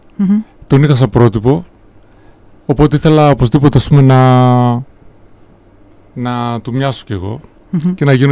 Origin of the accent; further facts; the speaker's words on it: Giannitsa, Central Macedonia, Greece; moved away; Μεγάλωσα στα Γιαννιτσά και το πατρικό μου βρίσκεται πολύ κοντά στη φιλαρμονική του Δήμου Γιαννιτσών.